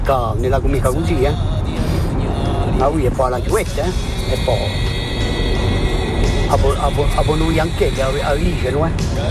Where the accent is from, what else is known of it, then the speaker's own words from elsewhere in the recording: Vezzani, Corsica, France; io so mica qui, io so di Vezzani